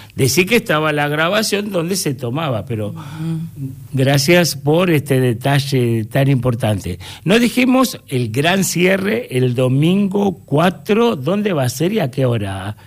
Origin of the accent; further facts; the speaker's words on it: Argentina; Viste que somos chusmas los argentinos, ¿no?